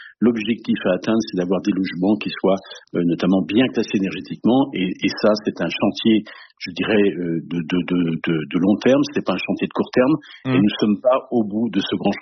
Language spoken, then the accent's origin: French; Brittany, France; Voilà, je suis breton, c'est pour ça que je suis un chauveur.